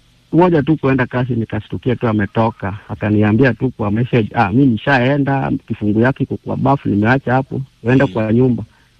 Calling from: Ahero, Kisumu County, Kenya; tumetoka hapa Ahero

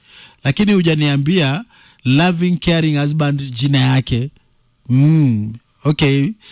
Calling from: Kikuyu, Kiambu County, Kenya; Alafu hello Jambo … from Kikuyu

